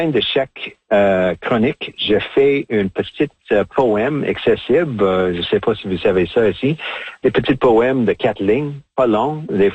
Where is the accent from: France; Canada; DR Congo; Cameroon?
Canada; Saskatchewan; French is a second language; now in Manitoba, Canada; je suis un franco-manitobain d'option. Mais de penser quand même d'être une Première Nation de Saskatchewan